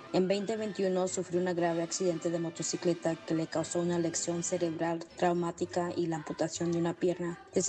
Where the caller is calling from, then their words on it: Nebraska, United States; Estoy llamando desde Nebraska.